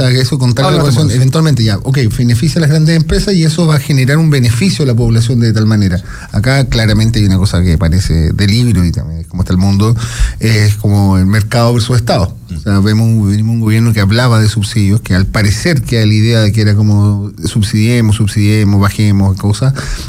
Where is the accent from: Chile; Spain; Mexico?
Chile